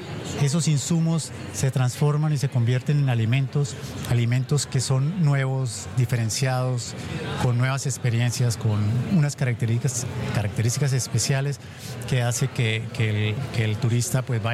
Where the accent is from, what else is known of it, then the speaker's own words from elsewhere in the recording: Colombia; now in Lima, Peru; Yo actualmente vivo en Lima, pero yo soy colombiano